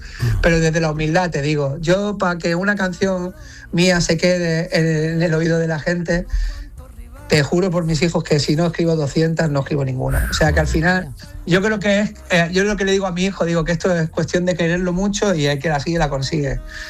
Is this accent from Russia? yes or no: no; L'Hospitalet de Llobregat, Catalonia, Spain; Soy nacido en Barcelona, soy de Hospitalet, catalán